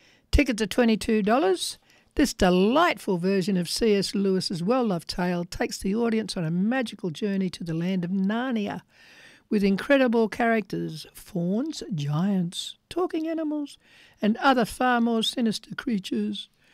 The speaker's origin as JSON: {"language": "English", "town": "Bellbird", "region": "New South Wales", "country": "Australia", "tie": "born or raised there", "said": "It? Yeah, I'm born and bred in Bellburg, bud."}